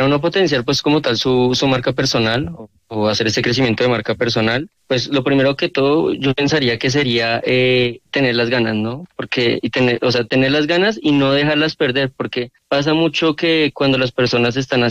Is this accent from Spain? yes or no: no; Colombia; aquí siendo colombiano